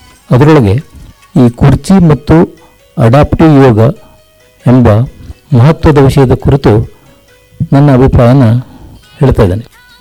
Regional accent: Kumta, Karnataka, India; ನಾನು ಮೂಲತಃ ಕುಮಟಾ ತಾಲೂಕಿನವನು.

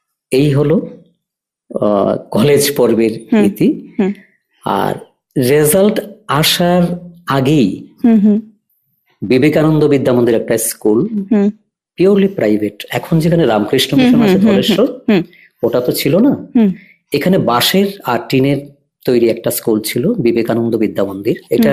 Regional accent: Tripura, India; born there

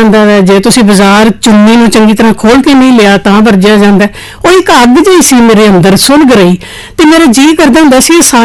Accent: Amritsar, Punjab, India; ਮੈਂ ਅੰਮ੍ਰਿਤਸਰ ਵਿੱਚ ਹੀ ਜੰਮੀ ਤੇ ਅੰਮ੍ਰਿਤਸਰ ਚ ਹੀ ਵੱਡੀ ਹੋਈ ਆ।

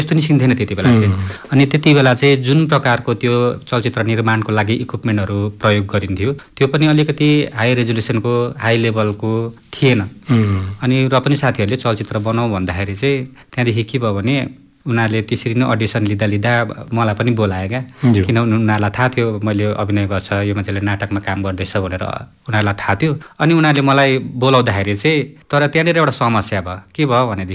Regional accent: Mirik, West Bengal, India; हामी गाउँबाट मिरिक बस्ती, मेरो गाउँ हो

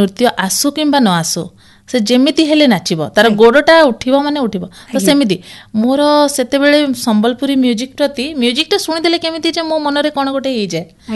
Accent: Kuchinda, Odisha, India; ଆମ ଘର ହେଲା କୁଚିଣ୍ଡା।

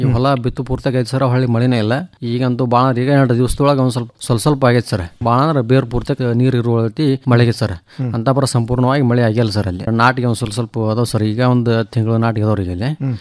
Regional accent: Dyamahunasi, Karnataka, India; born there; ಗಜೇಂದ್ರಗಡ ತಾಲೂಕು ದ್ಯಾಮಹುಣಸಿ ಗ್ರಾಮದ ರೈತ. … ನಾನು ಹುಟ್ಟಿದ್ದು ಅದೇ ದ್ಯಾಮಹುಣಸಿ ಗ್ರಾಮದಲ್ಲಿ.

